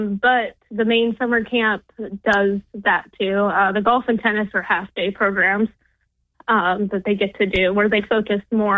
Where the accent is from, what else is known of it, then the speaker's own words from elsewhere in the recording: Georgia, United States; I am not. I was born and raised in Georgia, in North Georgia, up by the mountains.